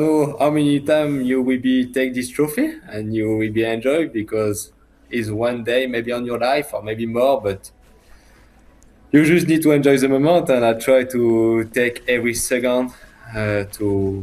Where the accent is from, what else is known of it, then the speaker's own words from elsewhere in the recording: France; English is a second language; I'm from Europe, from France. And to see this culture is nice.